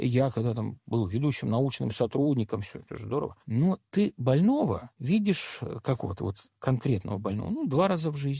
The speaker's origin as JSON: {"language": "Russian", "town": "Kirovohrad", "region": "Kirovohrad Oblast", "country": "Ukraine", "said": "где мы там из Кировограда, и где Москва"}